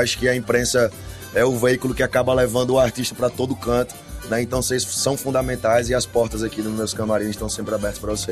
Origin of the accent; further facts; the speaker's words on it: Aracaju, Sergipe, Brazil; Sou aracajuano, sou sergipano.